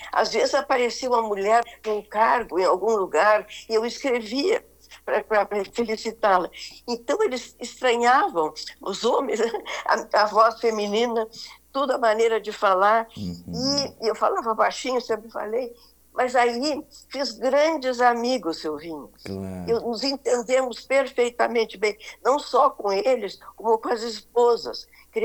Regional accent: Bagé, Rio Grande do Sul, Brazil; accent: gaúcho; eu falo com sotaque gaúcho, onde eu vou, eles todos sentem

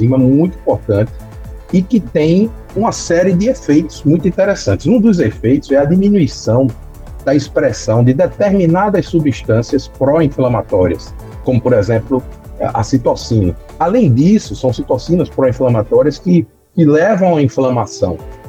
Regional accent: Northeast Region, Brazil; Eu sou do Nordeste, então no Nordeste a gente recebeu uma demanda da Polícia Rodoviária Federal

